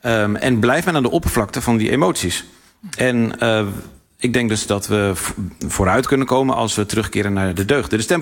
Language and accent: Dutch; Netherlands; Maar ik stel voor dat wij collectief als Nederlanders eerst even naar onszelf terug.